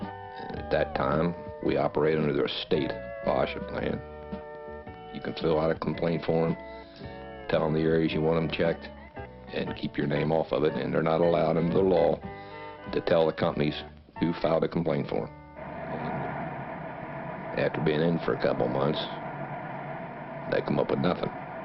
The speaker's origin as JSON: {"language": "English", "town": "Carmel", "country": "United States", "tie": "born there", "said": "You know, I was born in Carmel on the 30th of January, 37."}